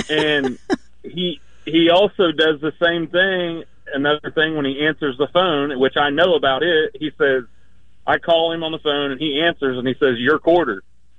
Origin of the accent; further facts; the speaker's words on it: Kokomo, Indiana, United States; I had a couple questions for you. I'm from Kokomo, Indiana.